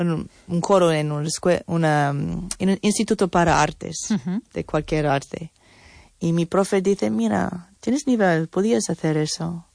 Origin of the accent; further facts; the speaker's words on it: Marín, Galicia, Spain; Es que no soy de Pontevedra, soy de Marín. Es que realmente es 2 kilómetros.